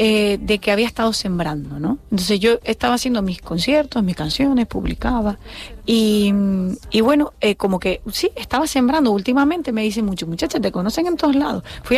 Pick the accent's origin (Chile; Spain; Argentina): Spain; Tacoronte, Canary Islands; born there